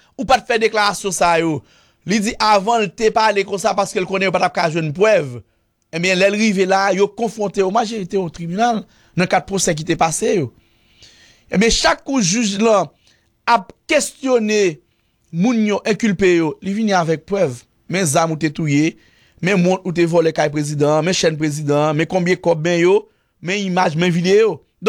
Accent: Haiti; Moi-même comme haïtien, écoutez, j'avoue que je suis haïtien, je suis indigné.

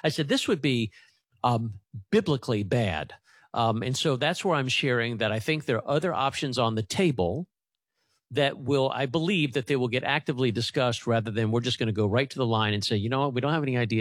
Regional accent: Virginia, United States; I'm a Virginian, I grew up in Virginia for a number of years

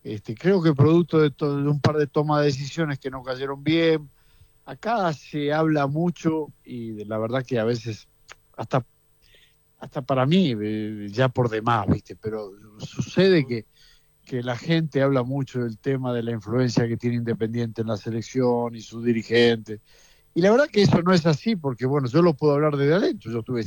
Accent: Argentina; Nada, como argentino, feliz de que venga un argentino a dirigir

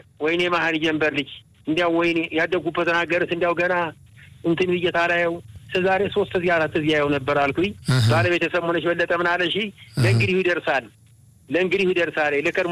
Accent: Gondar, Amhara, Ethiopia; አሁንማ ገና ጎንደር ግባ ስል እንትን ግልኮን ውጣ ስል እንዲያ ወደ ተሸበረ ያደግኩበት ሀገር ነው ጎንደር

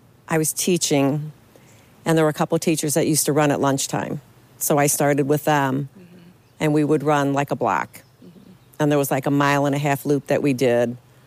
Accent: Fall River, Massachusetts, United States; born there; I was born in Fall River.

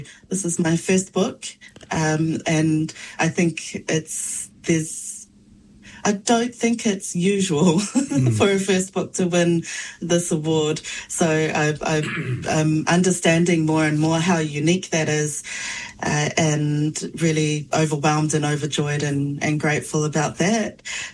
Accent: Wellington, New Zealand; also born or lived in Samoa; Yes, I was born in Samoa and then raised in Te Whanganui Atara in Kilburnie in Wellington. And my family is from Whale Alupo, Satupaitea, in Sawa'i and Malaila.

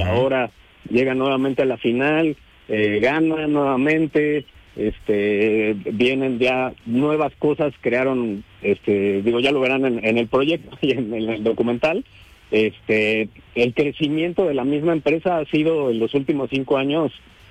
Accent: Mexico

